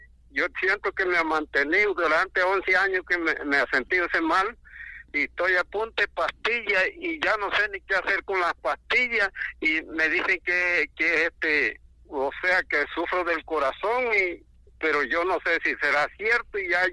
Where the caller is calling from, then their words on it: Chiriquí, Panama; De Chiriquí.